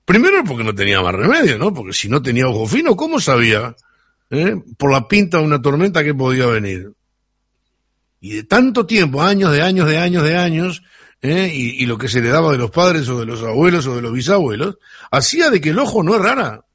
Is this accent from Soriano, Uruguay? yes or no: no; Sarandí del Yí, Durazno, Uruguay; los que somos de Sarandí de allí